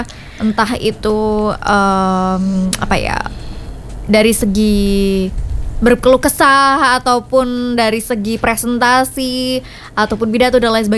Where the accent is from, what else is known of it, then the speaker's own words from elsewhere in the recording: Java, Indonesia; Aku orang Jawa aku.